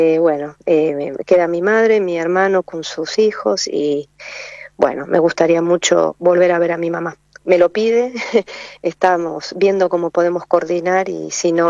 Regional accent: Argentina; moved away; en el pueblo, que es un pueblo chiquito donde vivimos, somos tres familias argentinas

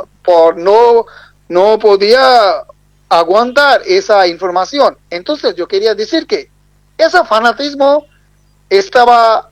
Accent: Bangladesh; Spanish is a second language

